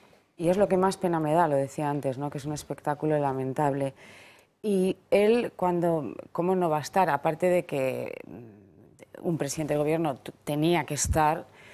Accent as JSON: {"language": "Spanish", "country": "Spain", "said": "lo que más me duele como persona es el nivel al que estamos siendo sometidos los españoles"}